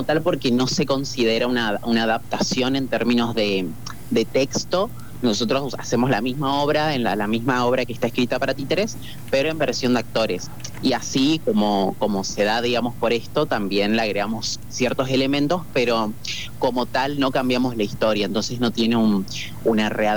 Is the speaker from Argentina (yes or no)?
yes; Puerto Esperanza, Misiones, Argentina; somos de Puerto Esperanza, entonces nada, estamos ahí bastante influenciados por eso.